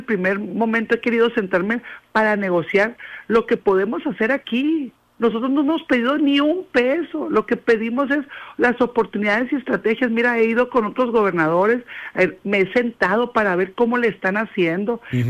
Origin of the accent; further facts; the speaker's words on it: Sinaloa, Mexico; somos una familia sinaloense